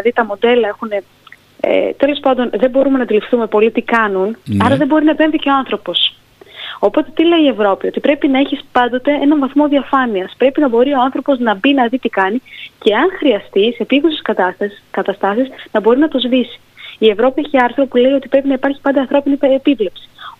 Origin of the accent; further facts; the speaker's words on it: Veria, Central Macedonia, Greece; εγώ είμαι από τη Βέρεια